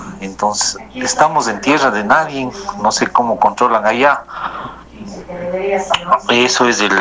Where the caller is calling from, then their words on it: Cuenca, Azuay, Ecuador; Yo soy de Cuenca, pero tengo un negocio ahí y todos los días estoy en Gualaceo.